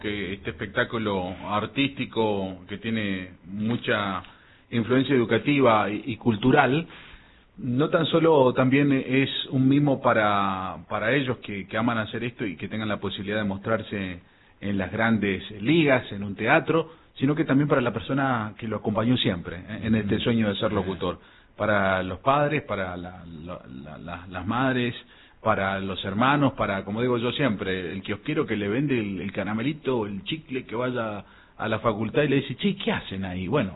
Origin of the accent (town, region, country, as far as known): Mendoza, Argentina